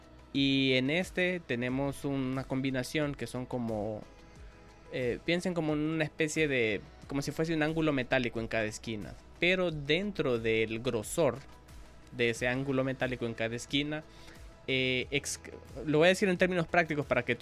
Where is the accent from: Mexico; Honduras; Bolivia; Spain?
Honduras; desde mi perspectiva como docente y como hondureño